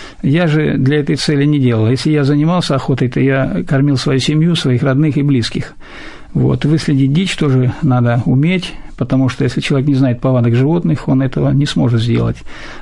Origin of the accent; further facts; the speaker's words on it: Kazakhstan; born there; also born or lived in Insar, Mordovia, Russia; Я родился в городе Инсар, Мордовской ССР. Вот. Шестимесячного ребенка меня увезли вместе с семьей в Казахстан.